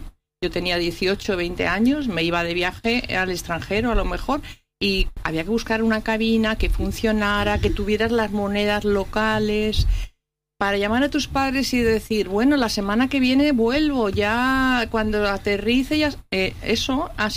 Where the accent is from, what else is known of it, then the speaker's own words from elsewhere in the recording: Madrid, Community of Madrid, Spain; moved away as an adult; yo soy de Madrid, ya lo sabes, pero vine aquí en el año 78, 79, en ese curso a trabajar.